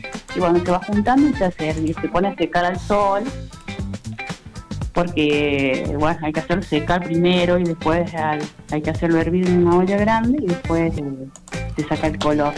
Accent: Laguna Blanca, Catamarca, Argentina; Sí, bueno, yo soy del pueblo de Laguna Blanca, que corresponde al departamento Belén, sería cerca de la Puna de Antofagasta.

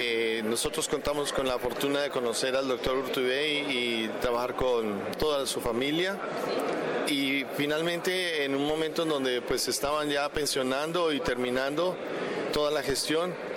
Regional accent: Colombia; soy de Colombia.

